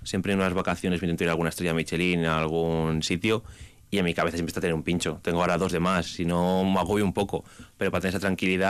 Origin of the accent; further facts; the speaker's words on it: Miranda de Ebro, Castile and León, Spain; Yo soy de Miranda, mucha gente, ¿por qué no vas a Miranda?